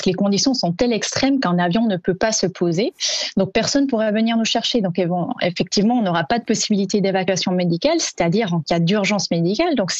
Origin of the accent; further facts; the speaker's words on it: Vaud, Switzerland; now in Toulouse, France; Alors la Suisse, c'est mon pays natal. Je suis née et j'ai grandi en Suisse, dans le canton de Vaud.